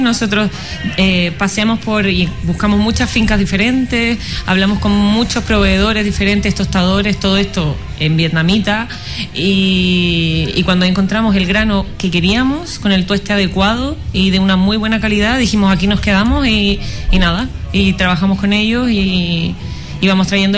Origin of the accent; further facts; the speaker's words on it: Chile; moved away; Yo, de un poquito más lejos, de Chile.